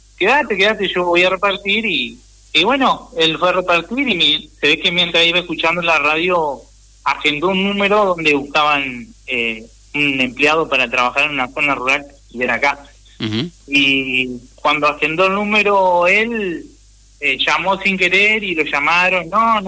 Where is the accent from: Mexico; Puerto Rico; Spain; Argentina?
Argentina; Victoria, Entre Ríos; moved away as an adult; now in Castellanos, Santa Fe, Argentina; Soy de Victoria.